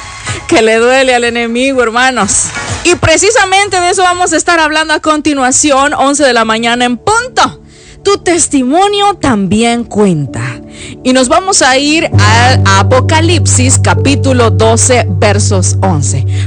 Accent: El Salvador; Yo también soy del Salvador.

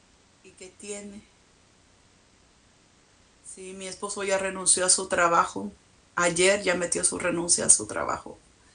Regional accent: Anaheim, California, United States; born there; now in Fresno, United States; yo crecí en Anaheim unos años, Anaheim, California. Pero aquí en Fresno llevo 21 años de mi vida viviendo en esta parte de California. 21 años.

